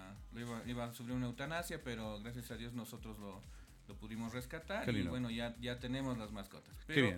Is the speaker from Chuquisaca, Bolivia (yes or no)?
yes; Sucre, Chuquisaca, Bolivia; moved away as an adult; now in La Paz, Bolivia; yo soy de Sucre, pero me vine de Sucre en 2010 a La Paz.